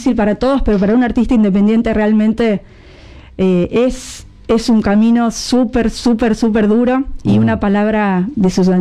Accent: Sanford, Santa Fe, Argentina; el nombre del interior de Argentina, poder llevar el nombre de mi abuelo, de mi familia, de mi pueblo natal de Sanford.

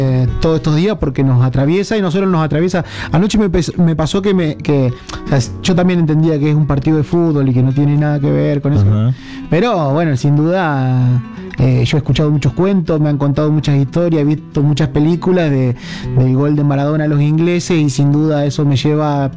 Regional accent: Argentina

